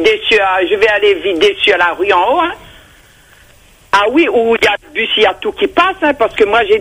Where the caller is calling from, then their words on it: Saint-Pierre, Réunion; je vous appelle de Bois d'Olive, exactement, dans le chemin du Mar.